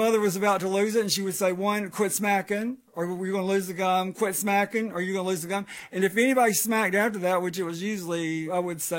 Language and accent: English; the South, United States; Growing up in the South gives people a little different perspective to life.